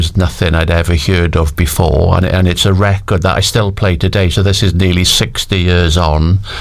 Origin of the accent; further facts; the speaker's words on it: Swansea, Wales, United Kingdom; late 70s, growing up in Swansea, not the most diverse community at the time.